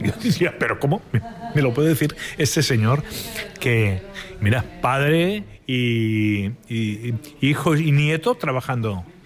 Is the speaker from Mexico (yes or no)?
no; Barcelona, Catalonia, Spain; Para yo soy de Sant Andreu, es un barrio que está bastante lejos